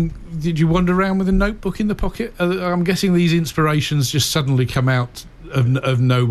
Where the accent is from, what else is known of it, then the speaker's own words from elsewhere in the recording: East of England, United Kingdom; Yeah, thank you. Yeah, South Essex. Yes.